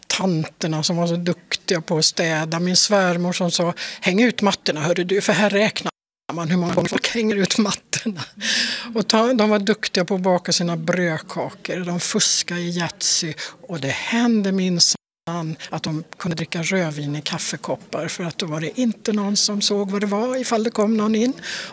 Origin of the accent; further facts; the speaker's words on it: Gotland, Sweden; born there; moved away; also born or lived in Vittangi, Tornedalen; även om jag är född på Gotland så har jag ju faktiskt bott i Vittung i ett antal år, nämligen ungefär 19 år.